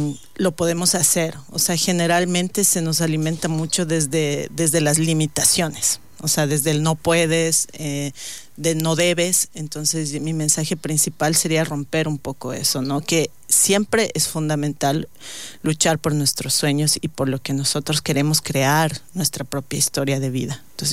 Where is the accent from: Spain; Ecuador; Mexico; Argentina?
Ecuador; nosotros mismos como ecuatorianos